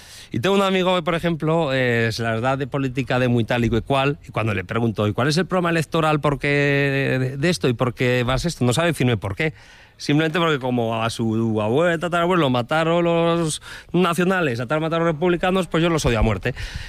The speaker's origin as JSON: {"language": "Spanish", "town": "Belchite", "region": "Aragon", "country": "Spain", "tie": "born or raised there", "said": "soy de aquí de Belchite. me he encontrado gratamente con Manolo, de casualidad, y aquí estoy. Yo soy de aquí, natural de Belchite."}